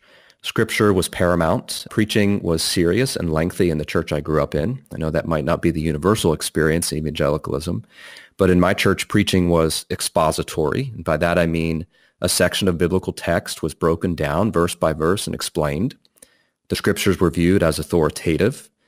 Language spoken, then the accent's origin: English; Northeast, United States; I grew up in the Northeast.